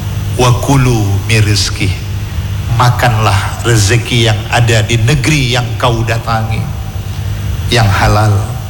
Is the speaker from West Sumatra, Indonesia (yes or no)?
no; Medan, North Sumatra, Indonesia; now in Banda Aceh, Indonesia; Saya dari Medan datang ke Banda Aceh, saya pun harus menikmati apa makanan yang ada di Banda Aceh ini.